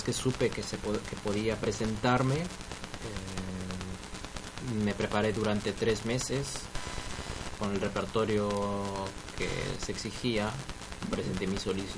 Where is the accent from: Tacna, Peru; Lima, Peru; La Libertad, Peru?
La Libertad, Peru; born there; moved away; No, yo nací en la Sierra de la Libertad.